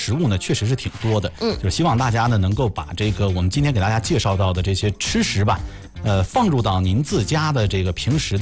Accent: Northeast China, China; accent: Northeastern Mandarin; 咱们东北话怎么说？

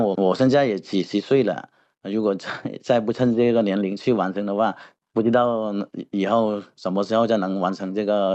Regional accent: Guangxi, China

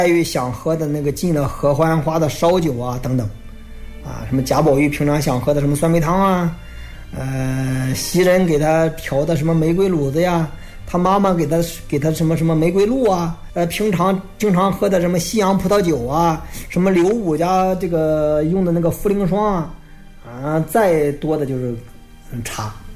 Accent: China; 我们中国人

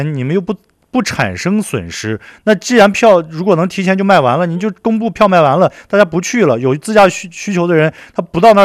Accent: Xinjiang, China; 作为一名新疆人，

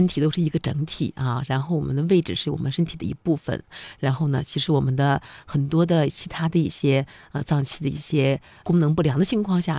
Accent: China

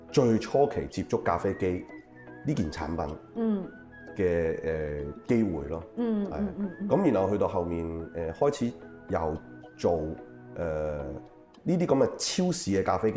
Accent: Hong Kong; born there; 我喺香港出世嘅香港人。

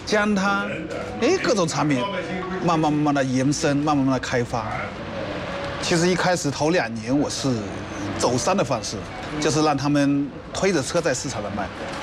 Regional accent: Yiwu, Zhejiang, China

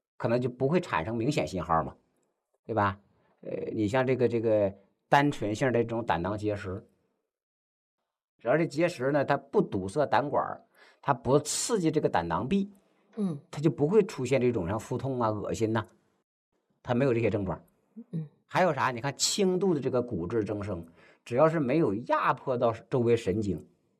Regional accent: China; 就是未来我们中国人要实现的这个健康标准

